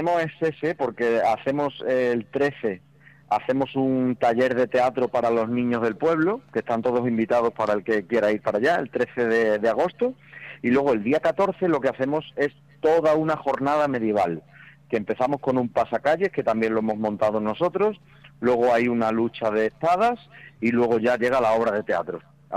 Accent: Almendralejo, Extremadura, Spain; Yo soy de Almendralejo

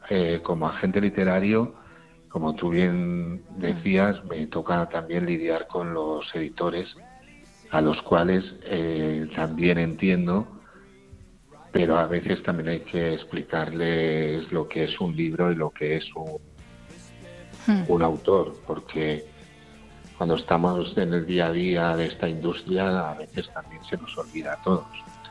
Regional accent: Priego de Córdoba, Andalusia, Spain; El 22 de octubre voy a mi pueblo, voy a Priego de Córdoba.

